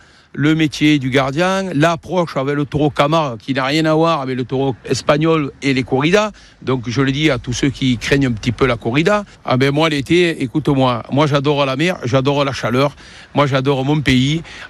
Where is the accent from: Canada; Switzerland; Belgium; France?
France; Aigues-Mortes, Occitanie; je suis d'Aigues Mortes, moi. Je suis issu d'une vieille famille aigues mortaise.